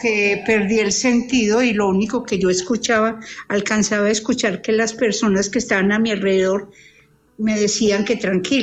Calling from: Medellín, Antioquia, Colombia; estoy en Medellín.

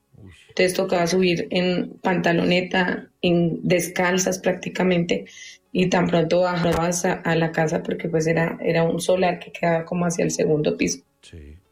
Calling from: Tocancipá, Cundinamarca, Colombia; De Tocancipá.

